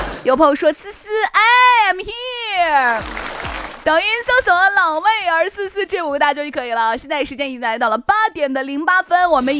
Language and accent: Chinese; Shaanxi, China; 咱们陕西人就是这样子